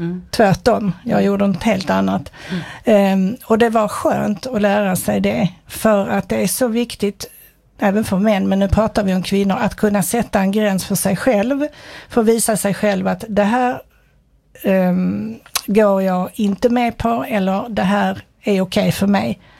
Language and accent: Swedish; Sweden; born there; also born or lived in Switzerland; jag kom ju från Schweiz då, på min mammas sida så är min familj därifrån. Så när jag var 5 år då flyttade vi till Sverige på grund av mammas kärlek till sin nya man.